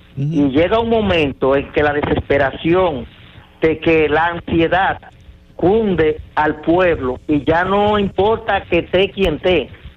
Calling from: Dominican Republic; yo soy dominicano

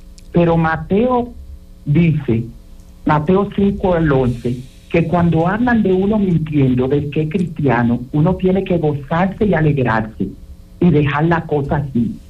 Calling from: Santo Domingo Norte, Santo Domingo, Dominican Republic; Santo Domingo Norte.

